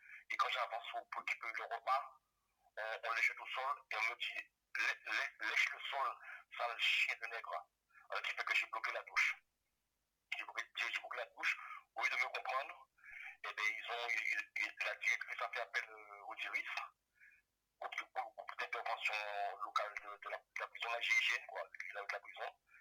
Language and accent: French; Guadeloupe; now in France; moi je suis un Guadeloupéen et j'ai le mental